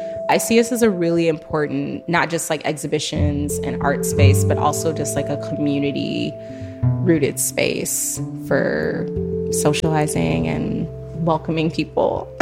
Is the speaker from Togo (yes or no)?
no; Illinois, United States; also born or lived in Chicago; I was born in Chicago. I grew up in the Northwest suburbs